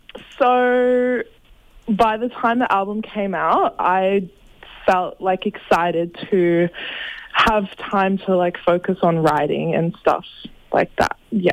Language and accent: English; New South Wales, Australia; now in Melbourne (Naarm), Australia; we're all from Bundjalung country, aka Byron Bay or Lismore.